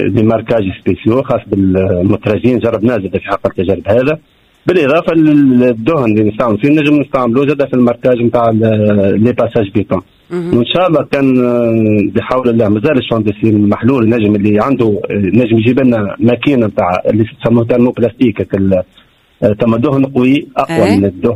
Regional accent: Tunisia; في مناخنا في تونس

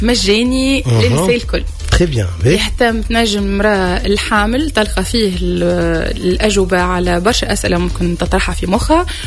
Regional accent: Tunisia; 20% في مساحة خاصة عندنا في تونس

